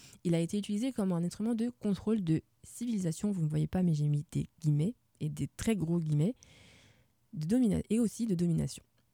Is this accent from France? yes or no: yes; Rennes, Brittany, France; also born or lived in Meulan, France; Il faut savoir que je suis franco-ivoirienne. Donc je suis née à Meulan, près des Mureaux. Et si je dois encore préciser, c'est en banlieue parisienne. Oui, la vanne est tentante parce qu'il est dans le 78, mais on va s'en passer. J'ai ensuite grandi à Rennes, ville antifa.